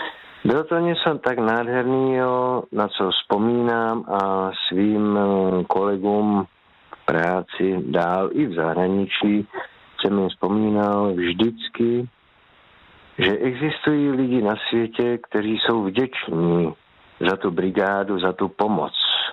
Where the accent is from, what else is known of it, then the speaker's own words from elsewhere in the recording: Moravia, Czechia; pracoval jsem pro velice nádhernou dědinu u nás na Moravě, zvanou Dambořice